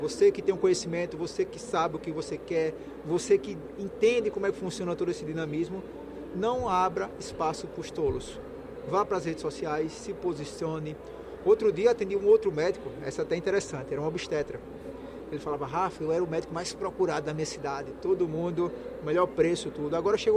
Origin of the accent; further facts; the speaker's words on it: Northeast Region, Brazil; Como nordestino, eu sou sempre muito bem recebido em todo o Nordeste.